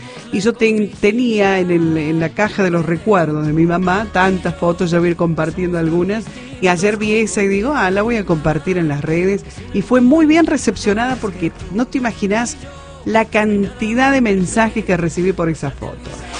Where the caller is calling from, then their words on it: San Luis, Argentina; Buenos días … de San Luis Capital.